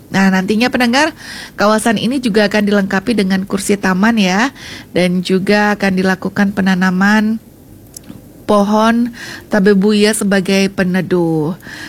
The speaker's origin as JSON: {"language": "Indonesian", "area": "Buleleng", "region": "Bali", "country": "Indonesia", "said": "kita sebagai warga Buleleng ya, khususnya di Singaraja"}